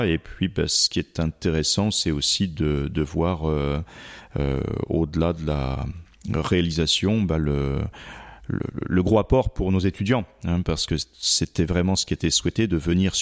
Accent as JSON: {"language": "French", "region": "Grand Est", "country": "France", "tie": "born or raised there", "moved": "yes", "lives_now": "northern France", "said": "Je suis aussi natif de la Meuse et toute ma famille, depuis plusieurs générations, est originaire du secteur de Benoît-de-Vaux. J'ai encore de la famille à Rouvroy-sur-Meuse, à Tilly, à Don-Severin également. Donc, je connais bien tout ce coin de la Meuse"}